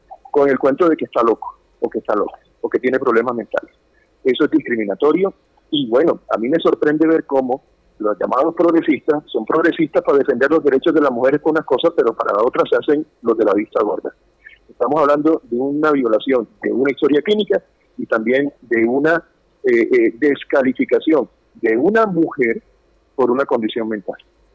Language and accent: Spanish; Colombia; te voy a hablar como creyente y como ciudadano colombiano.